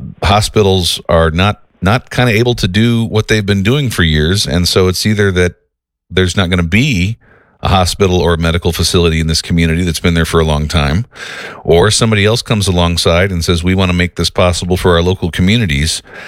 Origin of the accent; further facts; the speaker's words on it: Ottawa, Illinois, United States; I grew up in Ottawa, Illinois. And sure. I remember being a kid from Ottawa.